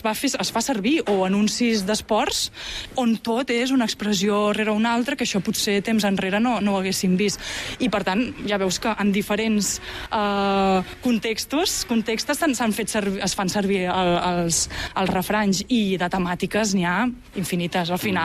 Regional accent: Arenys de Mar, Catalonia, Spain; jo vinc d'Arenys de Mar, que és terra de puntes de coixí, sí

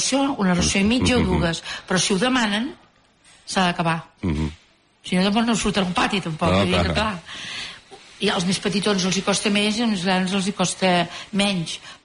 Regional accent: Bellvei, Catalonia, Spain; al meu poble, que és Bellvei

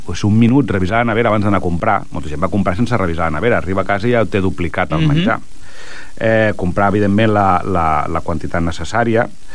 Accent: Vilassar de Mar, Catalonia, Spain; Jo que soc de Vilassar de Mar

